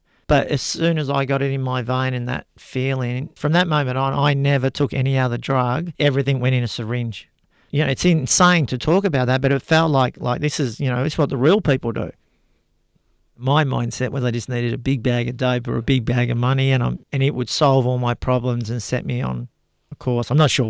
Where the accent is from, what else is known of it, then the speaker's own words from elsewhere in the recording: Frankston, Victoria, Australia; And because I was in the music scene and I grew up in Frankston, it introduced me to a whole nother level of drug use.